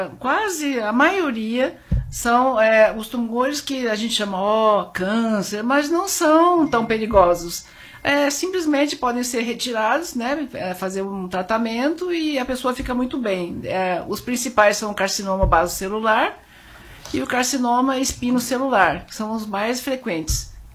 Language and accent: Portuguese; Curitiba, Paraná, Brazil; moved away as an adult; now in São Paulo, Brazil; Eu comecei em Curitiba, eu sou de Curitiba.